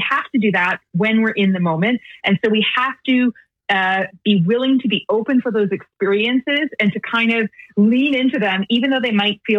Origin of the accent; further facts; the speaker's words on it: Canada; you know, I grew up in Canada. I speak Icelandic with an accent and I make mistakes.